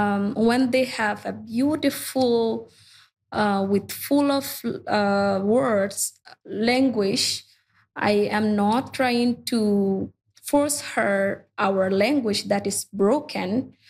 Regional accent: Canada; we are proud Canadian Rohingya

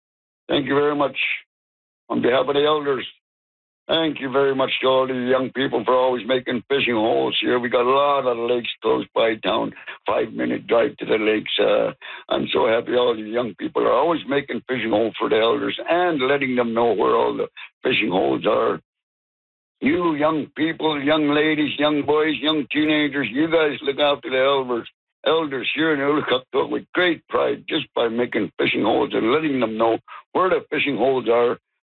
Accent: Ulukhaktok, Northwest Territories, Canada; born or raised there

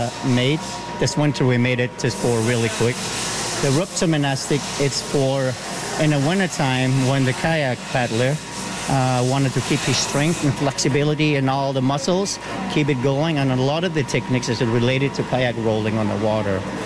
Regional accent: Sisimiut, Qeqqata, Greenland; I'm from Greenland, Sisimiut. I grew up in Sisimiut

